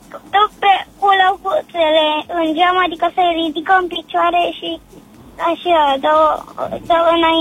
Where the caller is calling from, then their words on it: Botoșani, Botoșani County, Romania; Din România, dar mai mult sunt din Botoșan și tot. Am spus odată, dar am 5 ani.